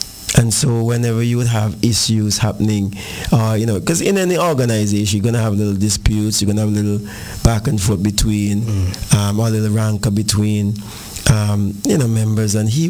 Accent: English Harbour, Saint Paul, Antigua & Barbuda; we're from the English Harbour area

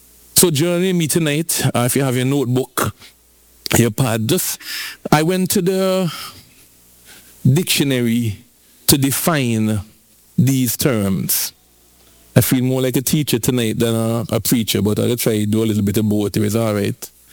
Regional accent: Antigua & Barbuda; I'm so glad I come from Antigua. Nobody can deport me.

